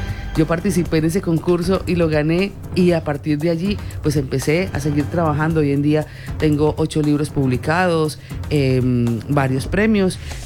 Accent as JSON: {"language": "Spanish", "region": "Huila", "country": "Colombia", "said": "yo soy del Huila"}